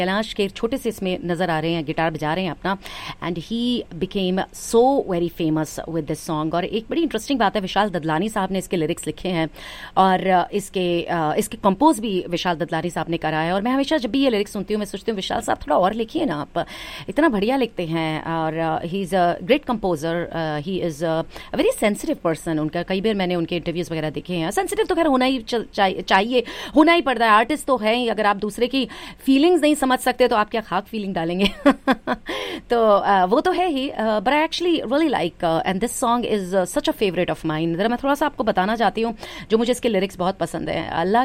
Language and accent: Hindi; Delhi, India; accent: Punjabi; कई बार मेरा पंजाबी एक्सेंट आ जाता है, एस्ट्रोनॉट क्योंकि दिल्ली के हैं, वही पंजाबी तो हमारे खून में है, दिल्ली के लोग, पंजाब, मतलब हमारा पंजाबी कल्चर बहुत होता है दिल्ली में।